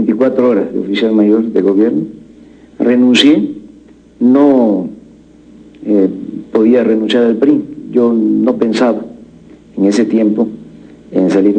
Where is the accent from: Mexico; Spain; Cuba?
Mexico; Macuspana, Tabasco; born there; Yo nací en un campo petrolero que se llamaba Fortuna Nacional. Soy de Macuspana, de un pueblo que lleva el nombre de Tepetitán, un pueblo de 1.500 habitantes, no, menos, como de 1.000 habitantes. Es una vida rural muy interesante, muy libre